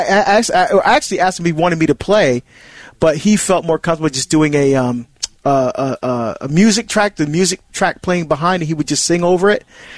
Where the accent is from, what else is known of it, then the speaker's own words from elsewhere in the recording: Barbados; very popular in my country, my home country of Barbados. In fact, when my daughter Angela and I go home, or when I, well, I call home Barbados, that's where I'm from, right?